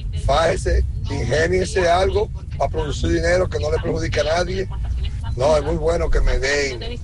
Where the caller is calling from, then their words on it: Dominican Republic; Y yo no me quiero ir. Yo estoy bien en mi país.